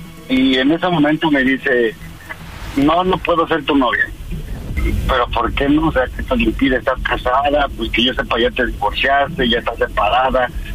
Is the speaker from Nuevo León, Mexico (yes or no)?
no; Tlalnepantla, State of Mexico, Mexico; 42 años, soy de Tlalnepantla.